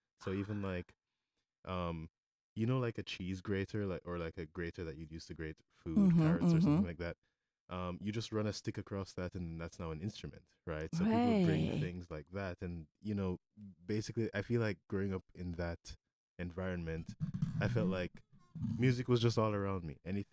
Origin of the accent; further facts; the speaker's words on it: Kingston, Jamaica; So I grew up in Jamaica. I grew up in Kingston, Jamaica.